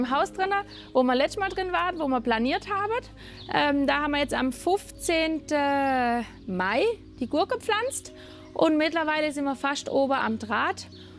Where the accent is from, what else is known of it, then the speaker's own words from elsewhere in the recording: Reichenau, Baden-Württemberg, Germany; accent: Reichenauerisch; Wir auf der Insel haben unseren eigenen Dialekt, das sogenannte Reichenauerisch, das Aurisch. Und das hört sich wegen Schwäbisch an. Aber wir sind Badenser.